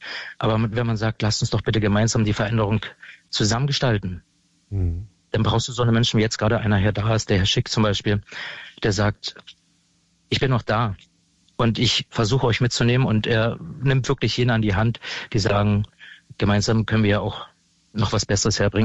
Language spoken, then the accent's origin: German; eastern Germany, Germany; moved away; ich komme ja aus dem Osten, ich komme ja genau aus dieser Region